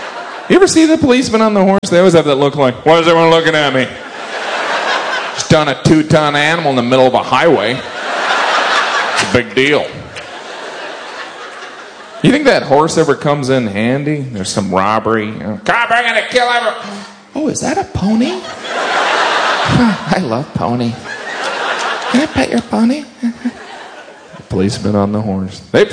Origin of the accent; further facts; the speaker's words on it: United Kingdom; accent: British; And don't be thrown by my British accent.